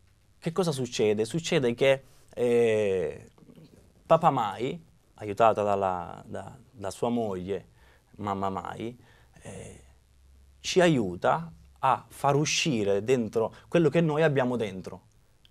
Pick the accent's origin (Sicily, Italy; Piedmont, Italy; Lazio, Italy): Sicily, Italy; Palermo; moved away as an adult; now in Milan, Italy; vengo da Palermo, anche se vivo da qualche anno a Milano. Inizio gli studi del pianoforte a 8 anni, sempre a Palermo